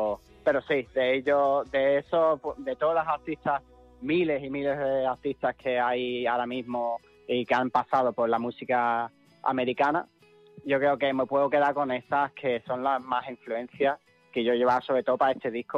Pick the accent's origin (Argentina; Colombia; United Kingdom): United Kingdom; England; now in Huelva, Spain; Bueno, realmente norteamericano no soy inglés.